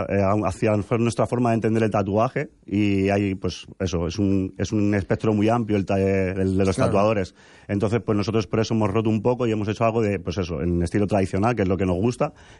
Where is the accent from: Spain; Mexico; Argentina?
Spain; Madrid, Community of Madrid; moved away as an adult; now in A Coruña, Spain; Sí, yo resido aquí desde hace 11 años. Yo soy madrileño.